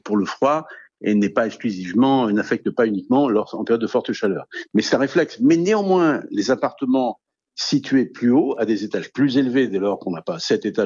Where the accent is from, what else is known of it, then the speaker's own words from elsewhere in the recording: Brittany, France; je suis breton, c'est pour ça que je suis un peu chauvin.